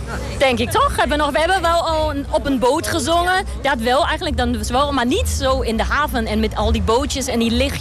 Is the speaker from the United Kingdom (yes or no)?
no; Germany; Dutch is a second language; now in Netherlands; Ik kom eigenlijk oorspronkelijk uit Duitsland, maar ik woon al ongeveer 19 jaar in Nederland.